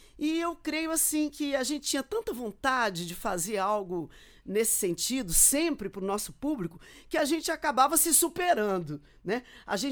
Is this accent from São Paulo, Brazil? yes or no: no; Pouso Alegre, Minas Gerais, Brazil; born there; also born or lived in Belo Horizonte, Minas Gerais; now in Brasília, Brazil; Eu comecei a cantar com 6 anos de idade, quando eu morava em Pouso Alegre, no sul de Minas. Eu sou mineira de Belo Horizonte e estávamos morando em Pouso Alegre